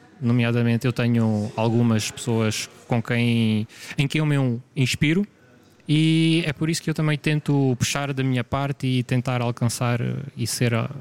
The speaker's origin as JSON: {"language": "Portuguese", "region": "Algarve", "country": "Portugal", "said": "Somos do Algarve"}